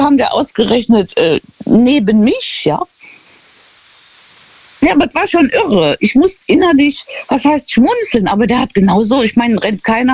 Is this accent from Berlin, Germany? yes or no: no; Rhineland-Palatinate, Germany; In der Nähe von Trier.